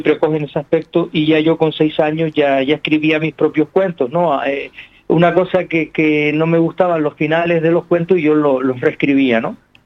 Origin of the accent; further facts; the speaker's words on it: Spain; Seré el último habitante nacido dentro de mi pueblo